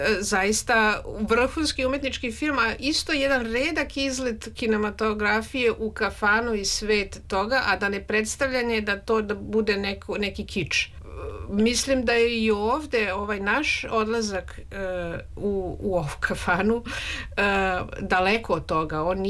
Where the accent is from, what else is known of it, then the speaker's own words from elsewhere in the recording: Belgrade, Serbia; Ja sam dete iz Beograda i kafana nikad nije bila mesto na kome sam se ja osjećala prijatno